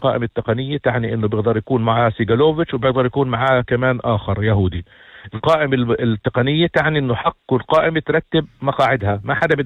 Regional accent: Palestine; نعطي مثال لشعبنا الفلسطيني، نستطيع كفلسطيني أن نعمل مع بعض

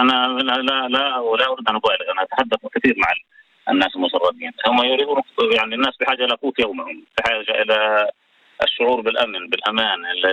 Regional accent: Palestine; نحن كمجتمع فلسطيني بشكل عام

